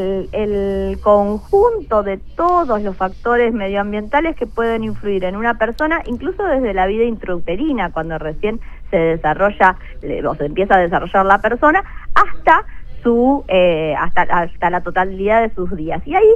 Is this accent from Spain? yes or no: no; Patagonia, Argentina; Yo soy de la Patagonia.